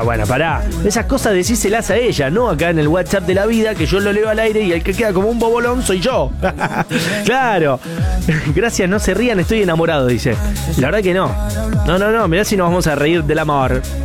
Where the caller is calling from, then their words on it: Cañada Seca, Buenos Aires Province, Argentina; de Cañada Seca.